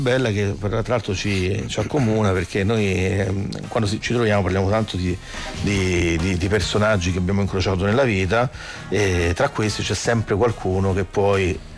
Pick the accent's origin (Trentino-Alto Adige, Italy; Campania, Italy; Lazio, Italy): Lazio, Italy; Rome; Magari io da romano non ho visto Roma con quegli occhi